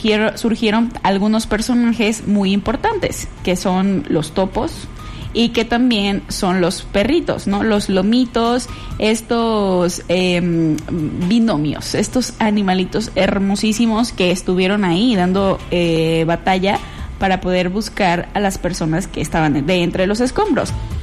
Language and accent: Spanish; Mexico; los mexicanos mostramos la casta que tenemos